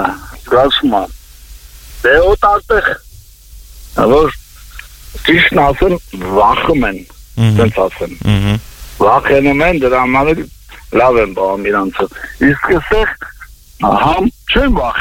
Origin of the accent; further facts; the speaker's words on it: Artashat, Ararat, Armenia; Ուրեմ, մեր Արտաշատից էլ, քանի որ Արտաշատից եմ